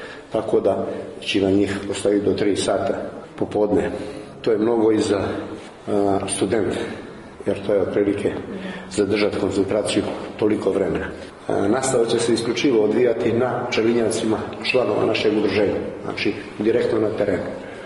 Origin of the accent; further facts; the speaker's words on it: Andrijevica, Montenegro; drugo kod nas u Maloj Andrijevici. Sve se to dešava iz prostog razloga što smo eto nekako na kraju, na krajnjem sjeveru, tu nam je blizu granice sa Albanijom